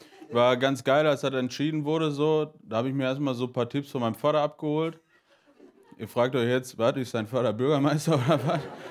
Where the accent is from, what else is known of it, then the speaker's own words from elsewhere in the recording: North Rhine-Westphalia, Germany; Wir sind zwar nicht alle aus dem Ruhrpott, wo ich herkomme, aber wir kommen alle aus NRW.